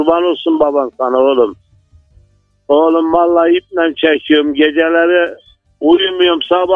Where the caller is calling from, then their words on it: Ceyhan, Adana, Turkey; Adana Ceylan'dan arıyorum ben.